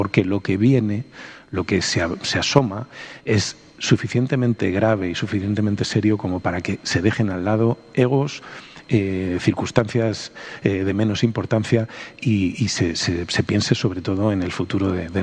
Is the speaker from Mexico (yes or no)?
no; Valladolid, Castile and León, Spain; Pero yo soy de Valladolid